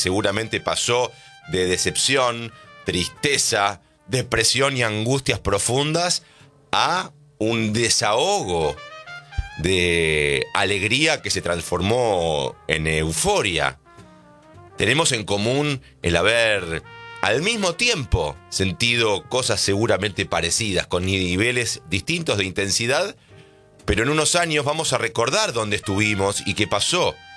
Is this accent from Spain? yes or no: no; Argentina; como argentinas y argentinos